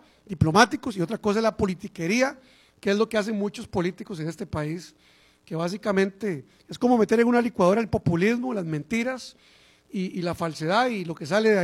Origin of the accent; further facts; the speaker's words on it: Costa Rica; yo también soy costarricense y no soy fanático, pero soy costarricense